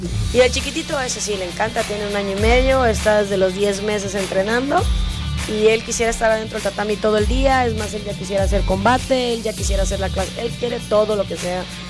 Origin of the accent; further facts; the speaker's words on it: Balancán, Tabasco, Mexico; moved away as an adult; also born or lived in Jonuta; Balancán, porque digo, de hecho fui concebida en Balancán. O sea, vine a nacer aquí y vámonos para atrás. Sí, y crecí hasta que terminé la universidad allá. Lo poco que crecí, lo crecí en Balancán.